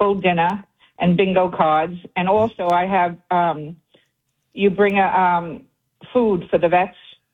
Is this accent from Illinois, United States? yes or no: no; New York City, New York, United States; I'm originally from Staten Island. I'm third generation Staten Island, and so is my husband.